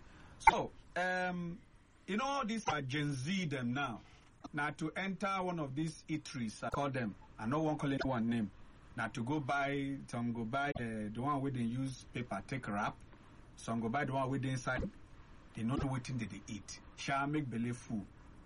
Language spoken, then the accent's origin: English; Kaduna State, Nigeria; Because, like I said, I grew up in Kaduna State. We've been get small farm, we call them garden.